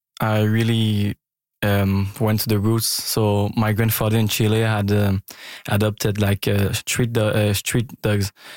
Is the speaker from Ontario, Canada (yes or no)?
no; Montreal, Quebec, Canada; I grew up in Montreal and close to the downtown